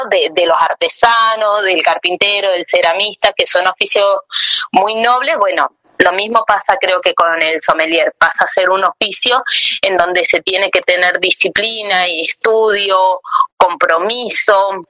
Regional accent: Tucumán, Argentina; Yo soy tucumana

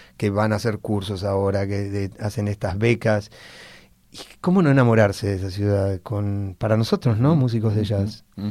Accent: Buenos Aires, Argentina; me habla también de mi apego a mi ciudad, que es Buenos Aires.

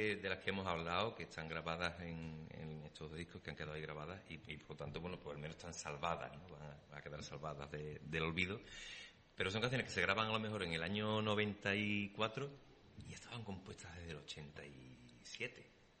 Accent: Sanlúcar de Barrameda, Andalusia, Spain; born there; moved away; estaba acordándome de mi pueblo, de mi tierra, estaba acordándome, tenía añoranza, tenía... Y en un... Pues me dejé llevar la imaginación y me estaba viendo volando como un espíritu etéreo por las calles de Sanlúcar

